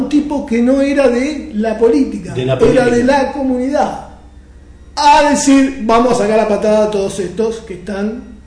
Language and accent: Spanish; Argentina